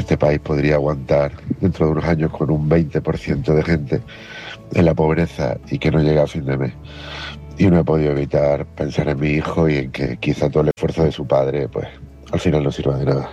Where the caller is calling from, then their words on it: Málaga, Andalusia, Spain; de Málaga y hoy me he levantado pensando en lo mismo que me acosté anoche pensando